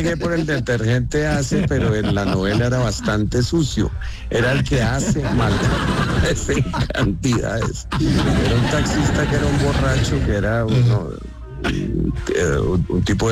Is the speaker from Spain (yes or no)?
no; Tocaima, Cundinamarca, Colombia; moved away as an adult; por mi origen, yo soy de un pueblo, yo soy de Tocaima